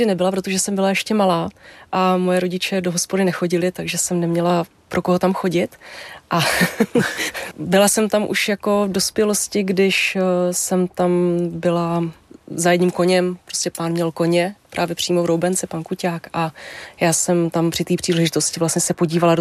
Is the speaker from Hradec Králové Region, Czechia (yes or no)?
yes; Úpice, Hradec Králové Region, Czechia; ale já jsem vyrůstala na jednom kopci u Úpice, kde jsme byli 3 domy s dětma. Jinak tam vlastně nikdo nebydlel. Bydleli jsme tam uprostřed luk a lesů a bylo to skvělý.